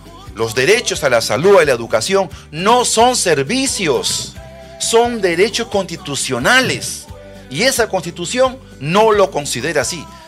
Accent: Peru

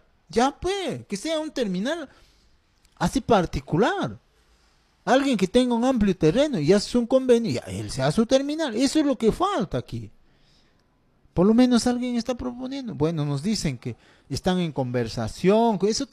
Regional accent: Ricrán district, Junín, Peru; now in Pichanaki, Peru; En estos días he podido estar por mi pueblo natal, distrito de Ricrán

